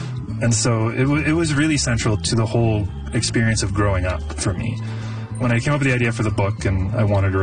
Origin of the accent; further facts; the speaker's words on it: Summerside, Prince Edward Island, Canada; That sort of experience that I had growing up in Summerside isn't, like, it's not the definitive gro